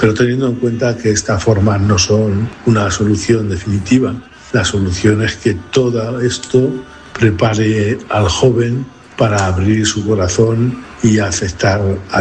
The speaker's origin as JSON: {"language": "Spanish", "region": "Castilla-La Mancha", "country": "Spain", "tie": "born there", "said": "está aquí cerca en Manzanares"}